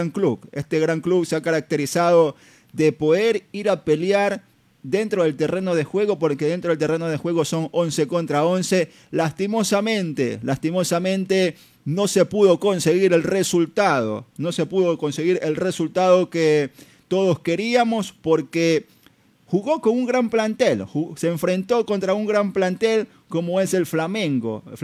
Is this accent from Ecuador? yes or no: yes; Ecuador; soy ecuatoriano